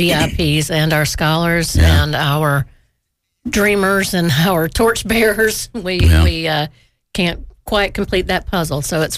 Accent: Columbia, South Carolina, United States; I grew up in Columbia, South Carolina.

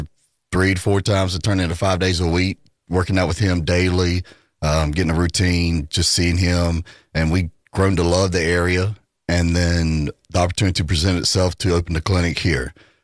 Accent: Wilmington, North Carolina, United States; moved away as an adult; now in Florence, United States; I'm actually from born and raised in Wilmington, North Carolina.

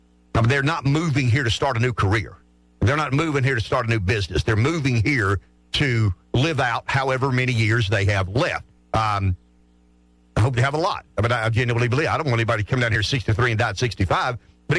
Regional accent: South Carolina, United States; I am a lifer from South Carolina who doesn't like 50% of the students in South Carolina being from New Jersey, New York, Massachusetts.

